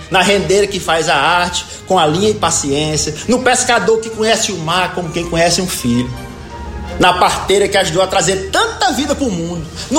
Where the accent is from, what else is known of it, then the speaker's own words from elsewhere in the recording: Ceará, Brazil; E olha que eu sou cearense